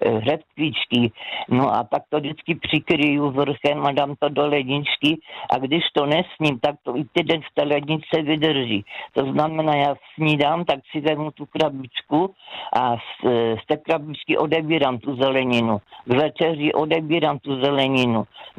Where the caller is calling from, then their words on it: Karviná, Moravian-Silesian Region, Czechia; Já jsem z Karviné. No a jak jsme byli děti, já jsem ročník 53